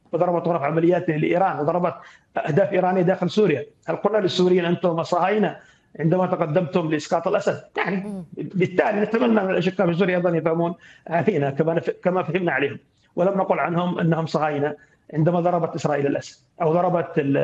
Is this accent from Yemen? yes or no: yes; Yemen; نحن كيمنيين